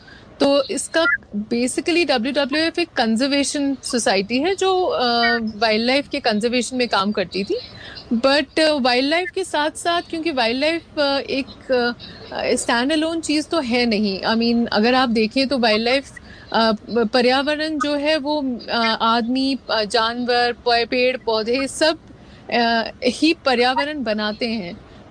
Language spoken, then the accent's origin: Hindi; Shimla, Himachal Pradesh, India; और मैं जैसे आपने कहा कि मैं शिमला से हूँ, तो मेरे पास जो कारोबार है वो हिमाचल स्टेट का है।